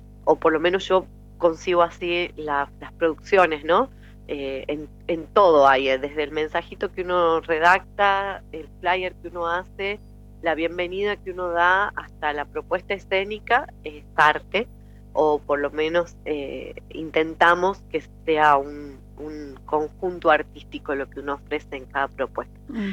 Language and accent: Spanish; Tucumán, Argentina; now in Córdoba, Argentina; yo soy de mi provincia natal, es Tucumán